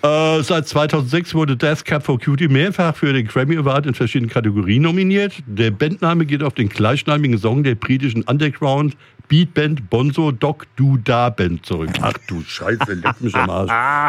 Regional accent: Switzerland; Ich bin Schweizer, ich muss euch mal veräppeln in der Richtung.

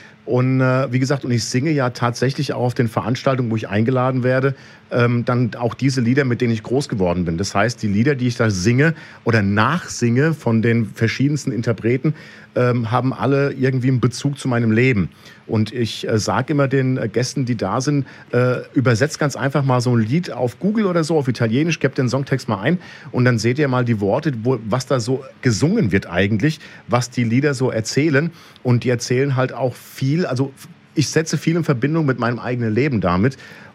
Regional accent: Raunheim, Hesse, Germany; also born or lived in Flörsheim; Also geboren bin ich in Flörsheim, aufgewachsen in Raunheim, bin auch dort jetzt geblieben mit meiner Familie.

